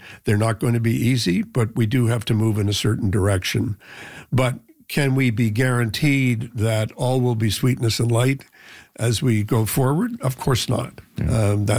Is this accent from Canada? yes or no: yes; Canada; we, you know, we are the Canadian people and we have the power to do whatever we want to do.